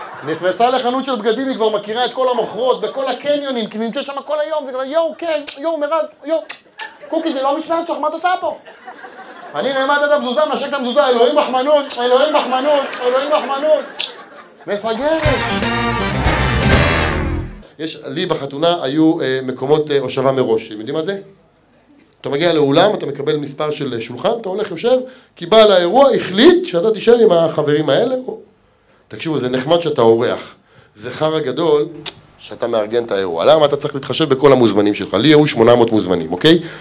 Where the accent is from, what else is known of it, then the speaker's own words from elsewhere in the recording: Ramla, Central District, Israel; now in Shoham, Israel; אני במקור גדלתי ברמלה, אמיתי.